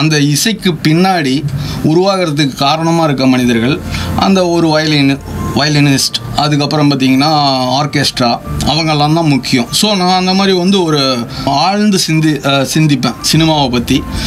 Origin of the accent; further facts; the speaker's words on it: Salem, Tamil Nadu, India; என்னோட ஊர் வந்து சின்ன கொல்லப்பட்டி, அடிவாரம் ஏற்காடு செல்லும் வழியில் நான் பிறந்து வளர்ந்தேன். இப்போ நான் இருக்கிறது பார்த்திங்கன்னா திருநகர் மத்திய சிறைச்சாலை இருக்கு இல்லைங்களா, அதுக்கு எதிர்ப்புறம் உள்ள ஒரு வீதியில் ஒரு 17 வருடங்களாக வசித்து வருகிறேன்.